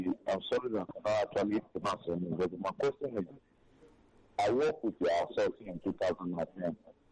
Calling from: Lagos, Nigeria; I'm calling from Lagos.

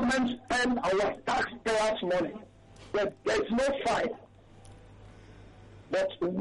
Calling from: Ojo, Lagos, Nigeria; I'm calling from Ojo.

